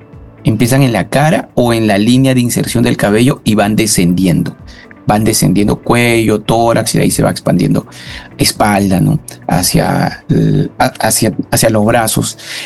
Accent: Peru

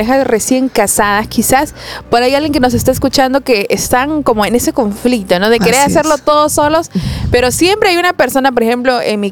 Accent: Peru; nosotros como peruanos

